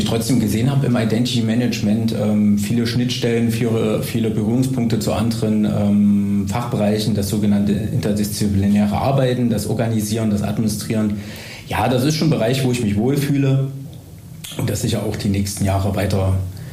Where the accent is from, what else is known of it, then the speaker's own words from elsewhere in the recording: Weimar, Thuringia, Germany; Ich bin aus Weimar, das heißt, ich habe kurze Arbeitswege, kurze Fahrtwege.